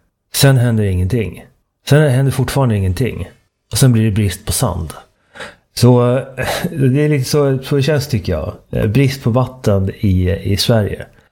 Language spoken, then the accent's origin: Swedish; Germany; now in Sweden; jag hörde i min barndom i Östtyskland